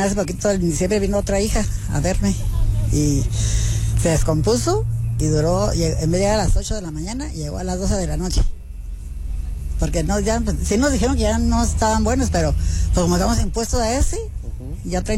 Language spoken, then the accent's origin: Spanish; Jerez, Zacatecas, Mexico; now in Dallas, United States; De Jerez, de Fresnillo. Yo vengo de Jerez, pero mucha gente viene de Fresnillo.